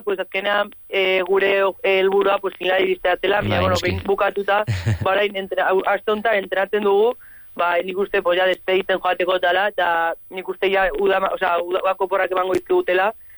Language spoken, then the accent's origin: Basque; Pamplona, Navarre, Spain